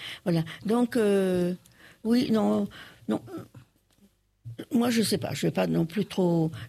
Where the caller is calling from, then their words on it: Réunion; moi, je suis née française et j'aimerais bien mourir française, voilà. Je suis réunionnaise et je le renie pas. Mes ancêtres sont sont venus d'ailleurs, comme tous les habitants de La Réunion d'ailleurs.